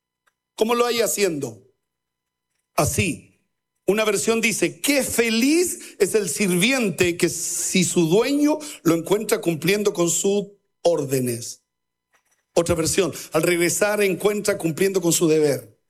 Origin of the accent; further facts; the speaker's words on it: Chile; Así somos los chilenos.